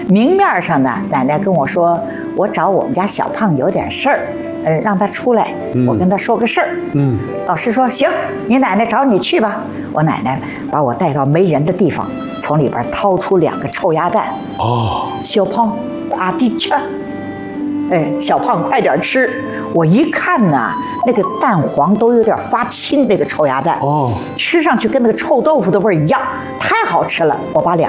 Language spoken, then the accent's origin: Chinese; Shanghai, China; 我们上海人叫泼味